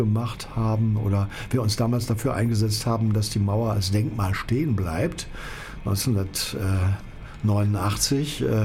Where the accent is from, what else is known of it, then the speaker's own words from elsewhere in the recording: Dortmund, North Rhine-Westphalia, Germany; moved away as an adult; now in Berlin, Germany; ich bin in Dortmund aufgewachsen.